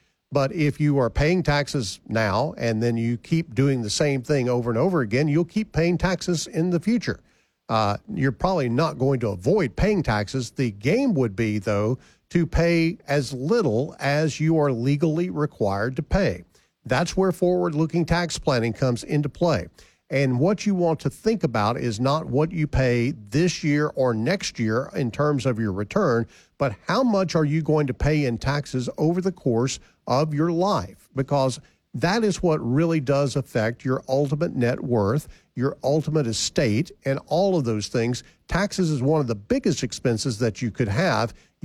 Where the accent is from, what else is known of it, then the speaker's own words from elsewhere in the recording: El Dorado, United States; my hometown of El Dorado.